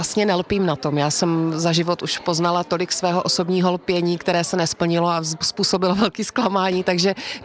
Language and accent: Czech; South Moravian Region, Czechia; moved away; kniha, která popisuje mé dětství právě na Jižní Moravě.